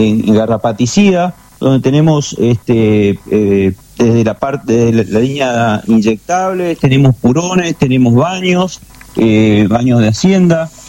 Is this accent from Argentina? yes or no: yes; Corrientes, Argentina; De Corrientes, yo soy de Corrientes, estamos en Corrientes